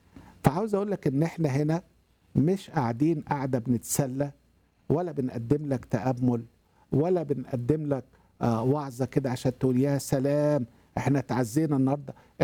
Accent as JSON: {"language": "Arabic", "country": "Iraq", "lives_now": "Australia", "said": "من العراق وعاوز اخدم يعني الشعب العراقي المهجر"}